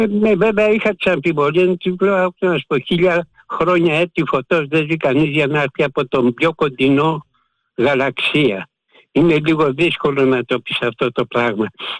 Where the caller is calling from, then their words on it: Kallithea, Attica, Greece; είμαι από Καλυθέα